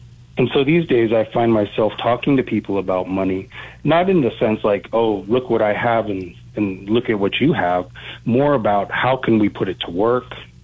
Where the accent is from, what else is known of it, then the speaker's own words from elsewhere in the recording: Houston, Texas, United States; originally I grew up in Houston. I spent the first 18 years of my life in Houston